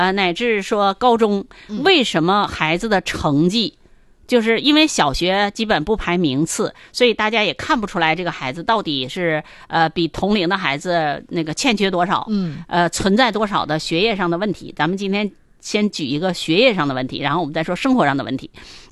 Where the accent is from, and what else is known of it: China